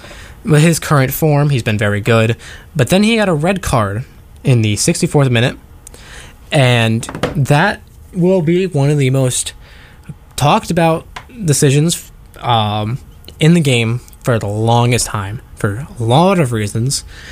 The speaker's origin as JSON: {"language": "English", "country": "United States", "said": "I'm a American who is supporting the national team."}